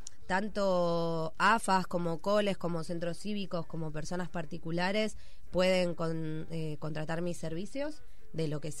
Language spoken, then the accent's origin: Spanish; Argentina; now in Spain; yo vengo de Argentina, claramente me escuchan y se dan cuenta, en Argentina nos saludamos con un beso y un abrazo muy sentido, ¿no? Y cuando yo me vine a vivir aquí